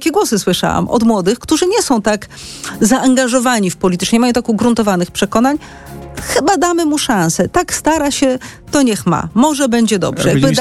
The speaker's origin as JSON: {"language": "Polish", "town": "Kraków", "region": "Lesser Poland", "country": "Poland", "said": "z Krakowa."}